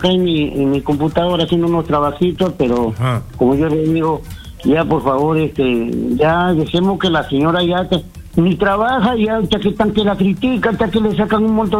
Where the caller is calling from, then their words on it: Chiclayo, Lambayeque, Peru; Aló, estoy hablando de Chiclayo.